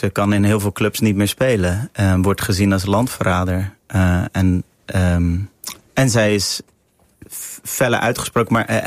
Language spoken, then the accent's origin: Dutch; Netherlands; also born or lived in Palestine; Als half Nederlander die ook 50% van zijn witte privileges wil. En als half Palestijn